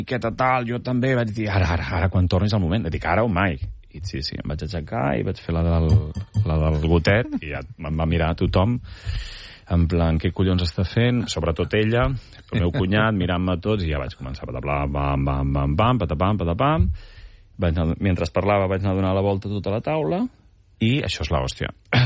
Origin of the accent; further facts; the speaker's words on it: Altafulla, Catalonia, Spain; No, jo sempre he jugat a Tarragona, o vaig jugar sobretot al meu poble, Altafulla, petitet al Nàstic